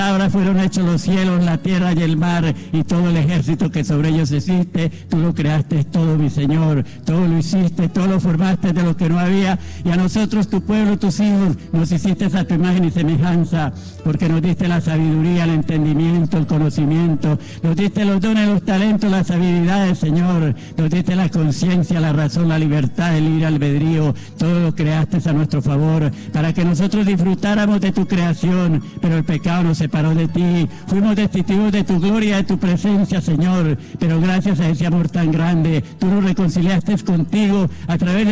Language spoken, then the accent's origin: Spanish; Colombia; now in Cúcuta, Colombia; nosotros como colombianos, como frontera, seremos beneficiados de esa frontera que siempre fue para Cúcuta